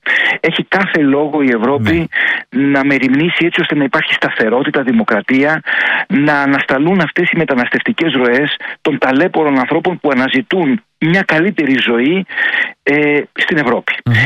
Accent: Greece; εμείς ως Ευρωπαίοι, αλλά και ως Έλληνες, έχουμε ζήσει στο πετσί μας

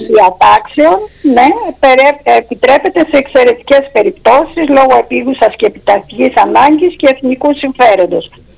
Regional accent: Lofos Livados, Crete, Greece; Ναι, εγώ είμαι από την ευρύτερη περιοχή, είμαι από το Λόφο Λιβάδος

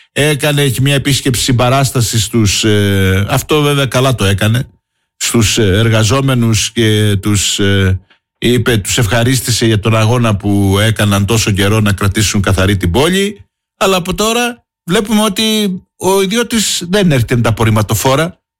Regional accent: Heraklion, Crete, Greece; Δεν έχουμε δει ως Ηρακλειώτες.

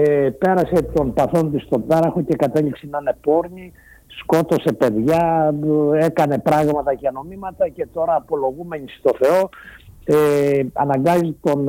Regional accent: Marathos, Central Greece, Greece; εγώ κατάγομαι από το Μάροθο Βρυτανίας, είναι η γενέτειρα του Κατσαντώνη

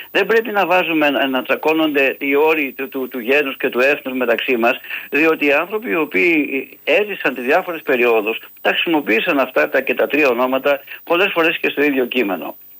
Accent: Greece

